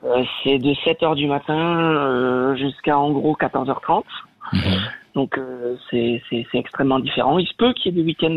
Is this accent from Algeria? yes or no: no; France; nationalité française, je suis français.